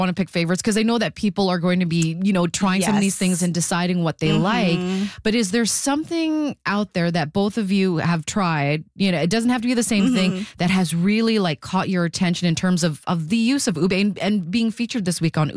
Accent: Philippines; You know what's interesting is that I'm Filipino myself.

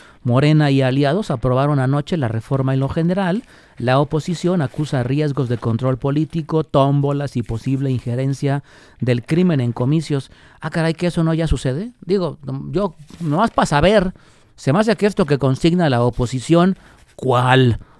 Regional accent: Guadalajara, Jalisco, Mexico; orgullosos tapatíos

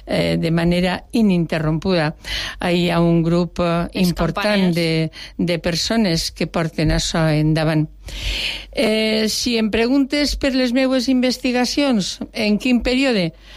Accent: Albaida, Valencian Community, Spain; exceptuant els espòsits que vaig passar a la vall, sempre m'he quedat en el meu poble

